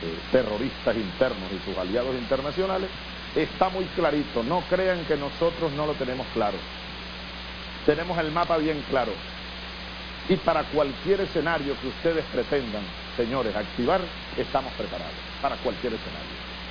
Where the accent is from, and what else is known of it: Venezuela